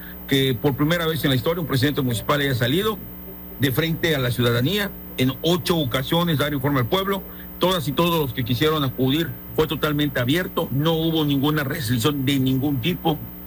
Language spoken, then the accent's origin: Spanish; Mexico; todas y todos los que somos mexicanos